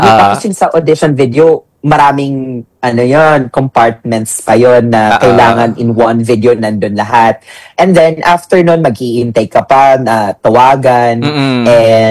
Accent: Cebu, Central Visayas, Philippines; I was the very first and for now, the only Cebuana Rue girl.

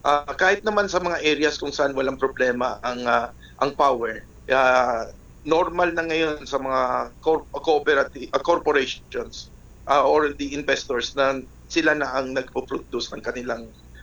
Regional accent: Bangsamoro Autonomous Region in Muslim Mindanao, Philippines; sa amin sa Bangsamoro

